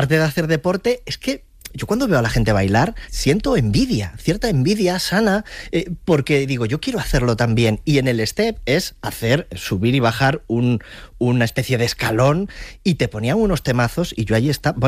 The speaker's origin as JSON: {"language": "Spanish", "town": "Priaranza del Bierzo", "region": "Castile and León", "country": "Spain", "tie": "born or raised there", "lives_now": "Valladolid, Spain", "said": "Hombre, pues en mi pueblo, que es Priaranza del Bierzo, es un pequeño pueblo de 200 habitantes en el Bierzo, en la provincia de León"}